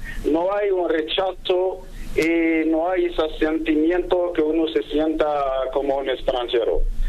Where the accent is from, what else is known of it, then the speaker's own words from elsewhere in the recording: Algeria; moved away as an adult; now in Córdoba, Argentina; Voy acá a Argentina, para mí, un país muy similar a mi país natal, Argelia